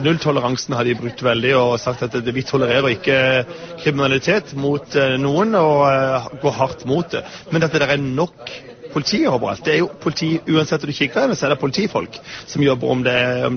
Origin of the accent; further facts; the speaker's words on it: Oslo, Norway; now in New York, United States; Det mye farligere hjemme I Oslo.